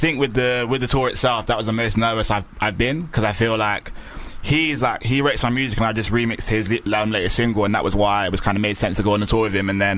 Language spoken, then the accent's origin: English; Bristol, South West England, United Kingdom; now in London, United Kingdom; I'm from Bristol.